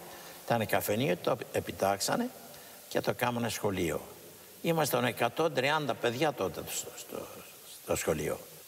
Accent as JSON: {"language": "Greek", "town": "Angeliana", "country": "Greece", "tie": "born or raised there", "said": "Μας τα Αγγελιανά είναι η πατρίδα μου. Είναι εδώ γεννήθηκα, εδώ μεγάλωσα, έχω όλα, ας πούμε, όλοι τις αναμνήσεις τις έχω στα Αγγελιανά και είναι, είναι το σπίτι μου"}